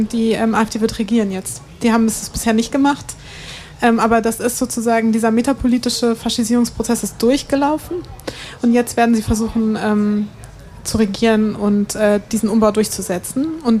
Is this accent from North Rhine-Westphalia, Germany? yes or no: yes; Gelsenkirchen, North Rhine-Westphalia, Germany; moved away; Also ich komme aus dem Westen, ich komme aus Gelsenkirchen